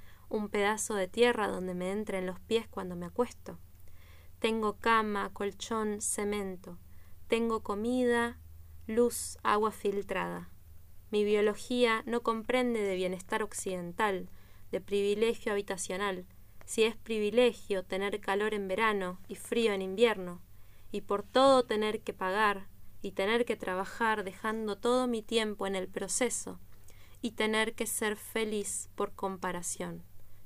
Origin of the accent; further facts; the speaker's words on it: Buenos Aires, Argentina; yo en este momento estoy en condición de migrante, pero yo vengo de Buenos Aires, conozco muchas personas que están en la misma situación